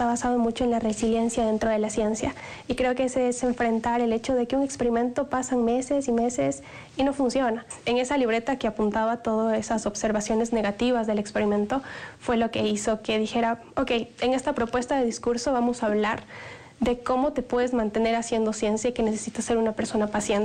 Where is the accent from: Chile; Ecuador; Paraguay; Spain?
Ecuador; apoyar a una ecuatoriana.